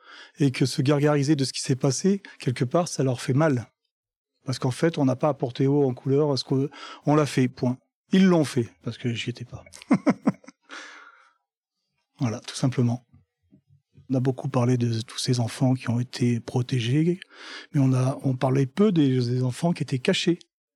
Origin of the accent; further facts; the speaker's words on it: Le Chambon-sur-Lignon, Auvergne-Rhône-Alpes, France; born there; je suis né au Chambon-Soignon, enfin à Saint-Avelle. Donc je connais bien le plateau et je connais bien son histoire.